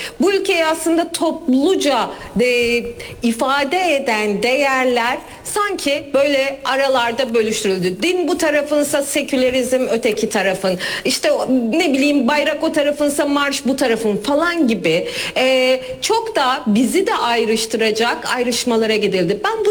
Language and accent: Turkish; Thrace, Turkey; Ben Trakyalıyım.